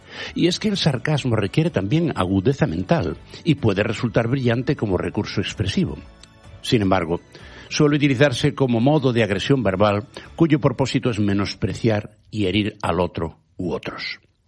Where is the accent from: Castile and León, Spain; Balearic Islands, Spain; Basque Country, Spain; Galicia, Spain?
Galicia, Spain; mi patria chica, Galicia.